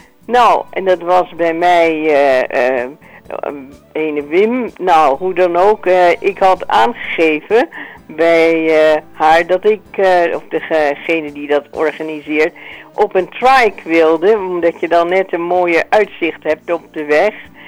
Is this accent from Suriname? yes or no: no; Gelderland, Netherlands; Ik kom een beetje uit de Achterhoek.